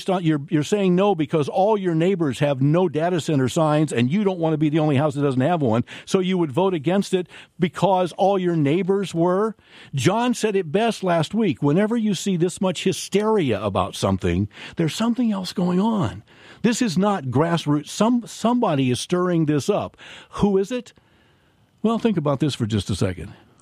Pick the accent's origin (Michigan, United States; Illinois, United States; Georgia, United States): Illinois, United States; Clinton; Meta, in my hometown of Clinton, has approached Exelon, that owns the nuclear generating plant at Clinton Lake